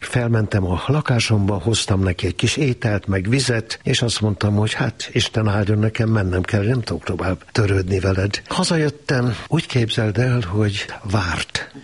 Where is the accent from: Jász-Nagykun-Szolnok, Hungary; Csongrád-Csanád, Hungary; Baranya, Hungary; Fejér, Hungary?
Jász-Nagykun-Szolnok, Hungary; Kunmadaras; also born or lived in Debrecen; Én Kunmadarason nőttem fel, nyakas kunok lakják